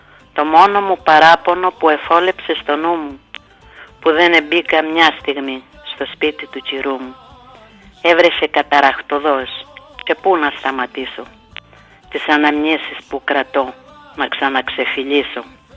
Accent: Vorizia, Crete, Greece; Λέω μέρα του Ευαγγελισμού επήγα στα βορίζα.

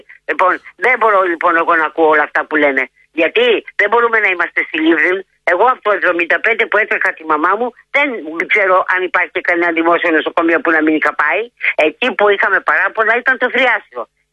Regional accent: Chalkida, Central Greece, Greece; Γιατί είμαι από την Χαλκίδα και δεν τη γυρίζω πίσω.

